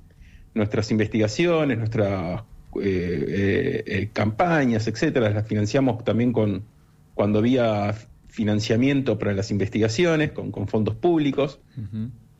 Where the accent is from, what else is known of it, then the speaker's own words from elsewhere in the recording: Buenos Aires, Argentina; moved away as an adult; now in Puerto Madryn, Argentina; soy de Buenos Aires, me vine acá a Madryn, a Puerto Madryn, hace 3 años con el doctorado.